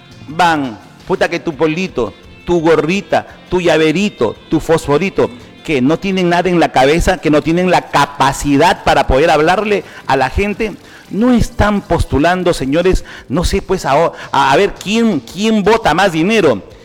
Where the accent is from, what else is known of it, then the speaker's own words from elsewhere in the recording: Huancabamba, Piura, Peru; now in Chiclayo, Peru; Yo nunca he negado de dónde soy. Yo soy de Huancabamba. Nunca he negado mi tierra. Pero vivo en Chiclayo. Aunque parezca mentira, el tiempo pasa rápidamente. En Chiclayo vivo 43 años de mi vida.